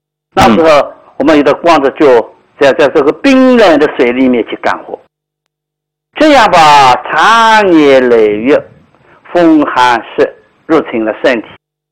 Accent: Nanjing, Jiangsu, China; 75岁了。

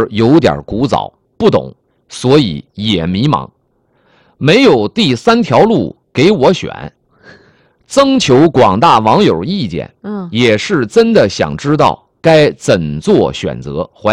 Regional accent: China

